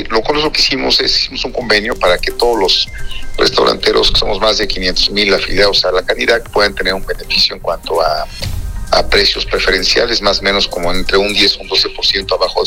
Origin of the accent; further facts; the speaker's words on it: Mexico; porque ya sabes, como buen mexicano